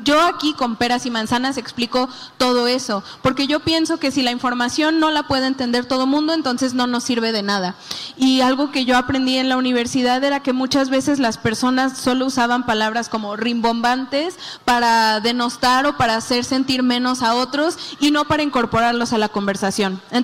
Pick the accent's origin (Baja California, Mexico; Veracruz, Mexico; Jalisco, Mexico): Veracruz, Mexico; moved away as an adult; no solo en la Ciudad de México, yo soy de Veracruz, viví aquí varios años